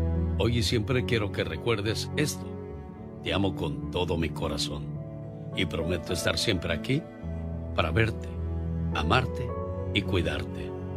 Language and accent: Spanish; Tijuana, Baja California, Mexico; now in Los Angeles, United States; Un día salí de Tijuana, pero Tijuana nunca salió de mí.